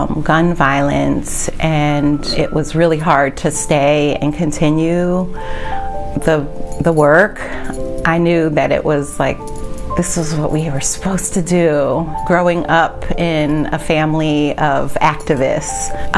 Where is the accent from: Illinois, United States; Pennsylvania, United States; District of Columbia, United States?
Pennsylvania, United States; Philadelphia; born there; I was born right here in Philadelphia in Germantown.